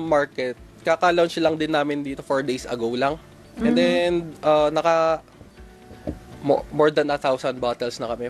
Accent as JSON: {"language": "Tagalog", "region": "Cordillera Administrative Region", "country": "Philippines", "said": "especially dun sa amin sa Ifugao."}